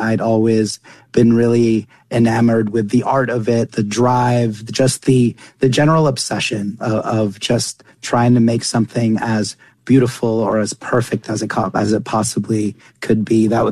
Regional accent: Doha, Qatar; because we were living, I was born and raised in Doha, Qatar.

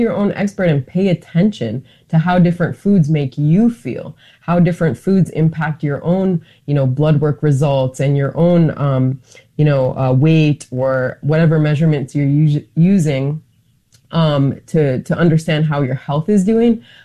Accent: Northern Plains, United States; So for example, I'm from the Northern Plains.

